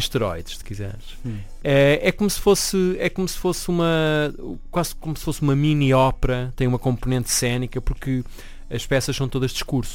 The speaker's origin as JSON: {"language": "Portuguese", "town": "Porto", "region": "Norte", "country": "Portugal", "said": "Eu sou portuense"}